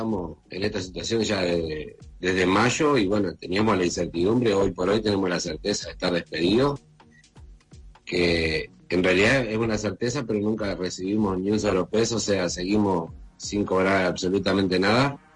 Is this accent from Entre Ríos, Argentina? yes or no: yes; Concepción del Uruguay, Entre Ríos, Argentina; Nosotros somos de Concepción del Uruguay, Entre Ríos